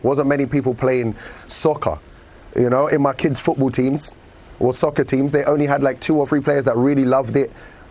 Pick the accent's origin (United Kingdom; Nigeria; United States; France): United Kingdom; England; I'm messing up. I'm English. I'm messing up soccer and football.